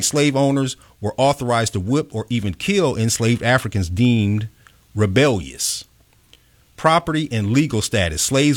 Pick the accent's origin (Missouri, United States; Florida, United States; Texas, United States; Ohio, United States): Missouri, United States; Kansas City; now in Chicago, United States; You know, I've been living in Chicago for 4 years now. I moved here from Kansas City